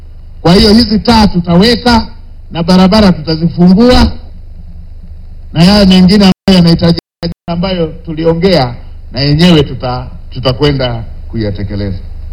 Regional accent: Mara, Tanzania; Na hata nikishasema natokea Mara, najua watu wa Singida hawataninyima kura.

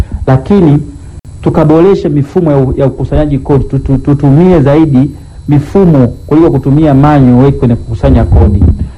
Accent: Tanzania

